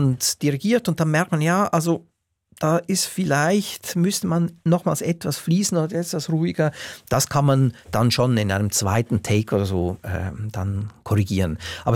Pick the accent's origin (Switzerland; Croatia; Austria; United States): Switzerland; moved away; als Schweizer, weil ich als Auslandschweizer über Jahrzehnte gesehen habe